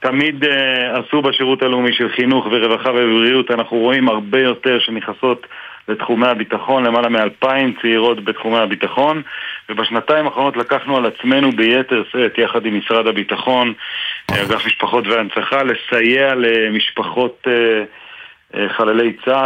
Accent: Beit El, Judea and Samaria Area, Israel; אבל אני בן בית אל בילדותי, ואחד מילדי בית אל זה גם בצלס מוטריץ, שר האוצר

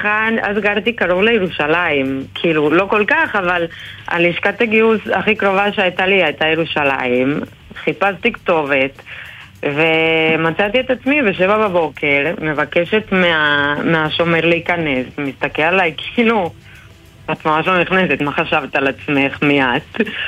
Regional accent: Mexico; Hebrew is a second language; now in Israel; ואני עליתי לארץ ממקסיקו לפני 10 שנים.

